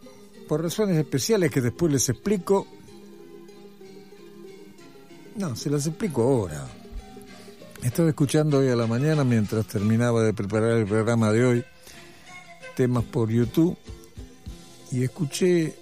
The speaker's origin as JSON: {"language": "Spanish", "country": "Argentina", "said": "lo escuché como argentino de hoy"}